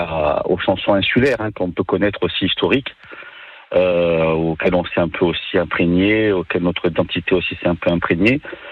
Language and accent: French; Corsica, France; on va jouer aussi chez nous, en Corse.